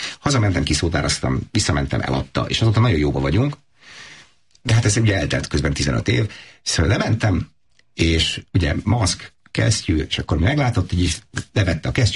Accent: Sopron, Győr-Moson-Sopron, Hungary; moved away as an adult; now in Egypt; én egy magyar paraszti családból származom, Sopronban nőttem fel.

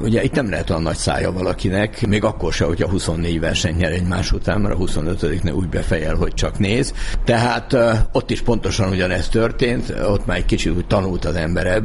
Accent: Agárd, Fejér, Hungary; also born or lived in Zugló, Budapest; Igen, hát én 4 éves voltam, amikor Zuglóból oda költöztünk, mert államos édesapám pékségét, és lementünk az agárdi házunkba.

